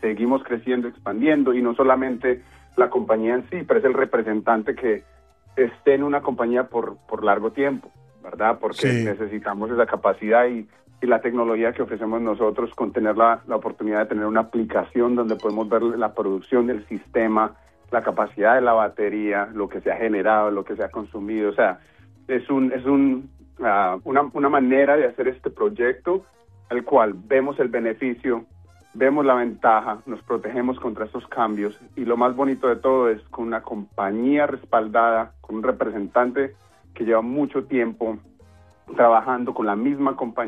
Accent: Colombia; un cafecito sin leche, así negrito, como buen colombiano.

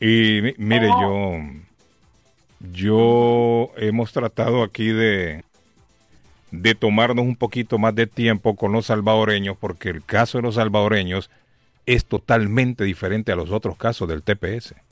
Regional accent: Honduras; now in United States; Hondureño, estadounidense y salvadoreño.

